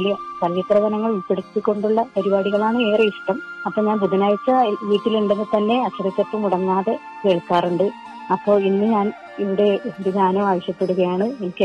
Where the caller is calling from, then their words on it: Pilicode, Kerala, India; ഞാൻ കാസർഗോഡ് ജില്ലയിലെ പിലിക്കോട് എന്ന സ്ഥലത്താണ് താമസിക്കുന്നത്.